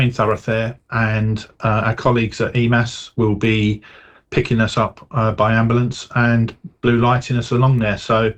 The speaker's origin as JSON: {"language": "English", "region": "London", "country": "United Kingdom", "tie": "born or raised there", "said": "as you can tell, I'm a southerner. I'm born and bred in London"}